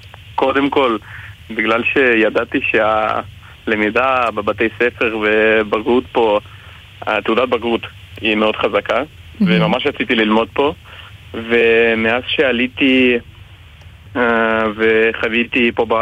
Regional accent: Ukraine; now in Israel; עולה חדש מאוקראינה. עליתי לפני כ-4 שנים במסגרת נעלה.

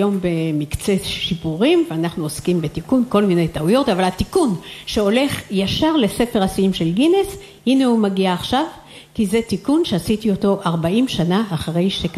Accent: Kinneret, Northern District, Israel; אני נולדתי בקבוצת כנר, 1.5 קילומטר למטה זה דגניה

